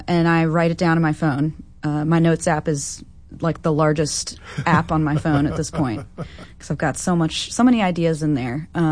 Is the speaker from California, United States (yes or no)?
no; Fincastle, Virginia, United States; I'm from Botetourt County. Fincastle is the town that I grew up in. Tiny little sweet baby town.